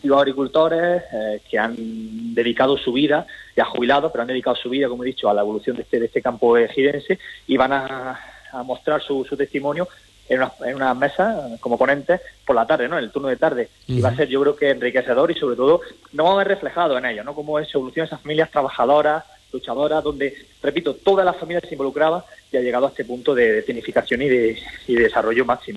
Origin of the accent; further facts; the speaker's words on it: El Ejido, Andalusia, Spain; nosotros, si me permite, somos nacidos y criados en el Ejido